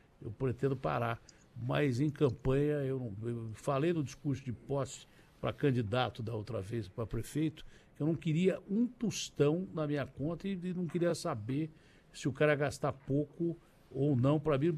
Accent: Brazil

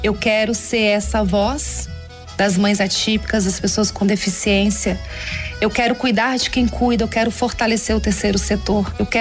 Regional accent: Ceilândia, Federal District, Brazil; also born or lived in Brasília; Eu tenho 44 anos, nasci aqui em Brasília, cresci na Ceilândia.

